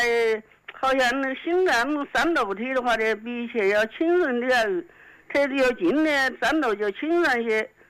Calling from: Huangshi, Hubei, China; 我是黄石，我黄石就是在钟楼这里，就是人民广场这里。

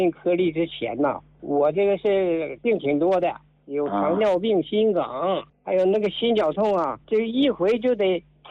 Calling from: Jilin, China; 我家是吉林的。

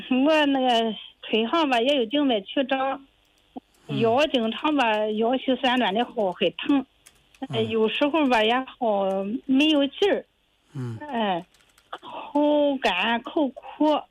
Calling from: Jinan, Shandong, China; 我是济南的。

